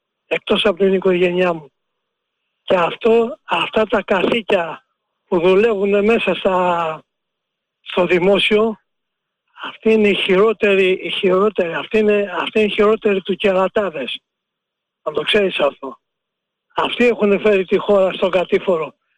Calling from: Greece; γιατί είμαι Έλληνας, γεννημένος Έλληνας.

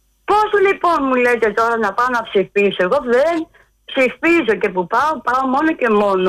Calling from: Peristeri, Attica, Greece; είμαι από το Περιστέρι.

